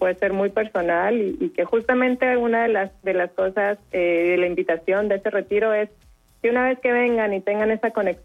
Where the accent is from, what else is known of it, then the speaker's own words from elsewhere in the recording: Ensenada, Baja California, Mexico; yo crecí en Ensenada, que también son países, son ciudades, digamos, regiones mucho más nuevas.